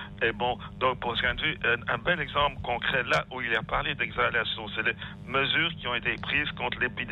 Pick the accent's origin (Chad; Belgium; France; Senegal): Belgium; Enfin bon, moi, je viens de la Belgique, donc je vais donner un exemple.